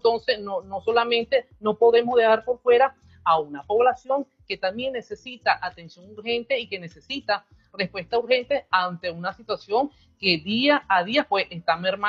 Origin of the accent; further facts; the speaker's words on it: Venezuela; la transición que vivimos los venezolanos en el año 58.